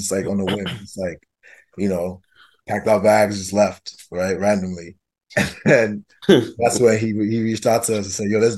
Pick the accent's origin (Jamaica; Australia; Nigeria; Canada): Nigeria; also born or lived in New York; now in Los Angeles, United States; coming from Nigeria to America, though, that one was like, it was a culture shock because, you know, they didn't understand like it, my accent